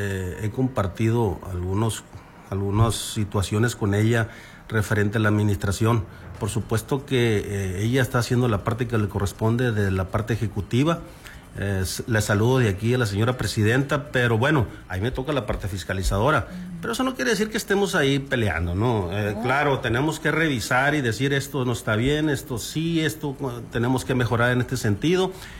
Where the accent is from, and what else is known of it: Mexico